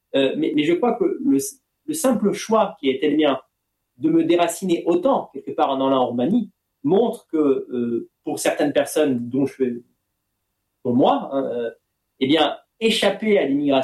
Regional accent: France; moved away as an adult; now in Romania; j'ai les mêmes références culturelles que mes amis français, dire franco-français. Évidemment, j'ai plus de culture française que de culture italienne, parce que j'ai toujours vécu dans ce pays.

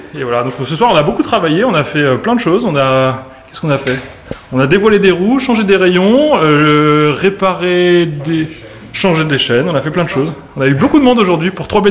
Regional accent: Bourgogne-Franche-Comté, France; moved away; Moi, je viens de Bourgogne

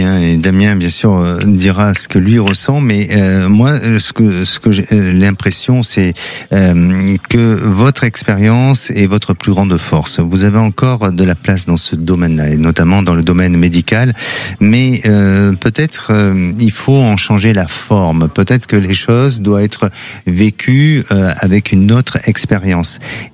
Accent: Bordeaux, Nouvelle-Aquitaine, France; les meilleurs cannelés de Bordeaux, parce que je suis bordelais, donc je connais bien les cannelés.

